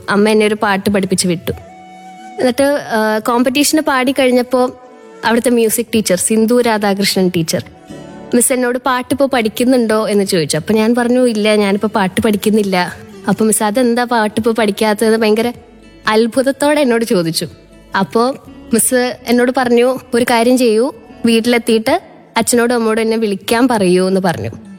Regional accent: Tripunithura, Kerala, India; Ernakulam Tripunithura സ്വദേശിനിയാണ്.

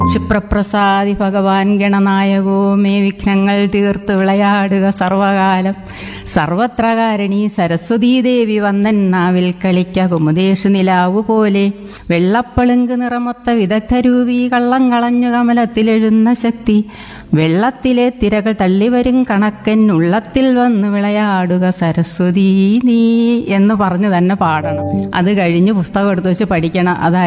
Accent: Chirakkara, Kerala, India; ഞാൻ കൊല്ലം ജില്ലയിൽ ഇപ്പോൾ താമസിക്കുന്നത് ചാത്തന്നൂർ. പക്ഷേ ഞാൻ ജനിച്ചു വളർന്നതൊക്കെ കൊല്ലം ജില്ലയിൽ തന്നെ ചിറക്കര എന്ന് പറഞ്ഞൊരു സ്ഥലമുണ്ട്. ഒരു കൊച്ചു ഗ്രാമം, നല്ല സുന്ദരിയായ ഒരു ഗ്രാമം.

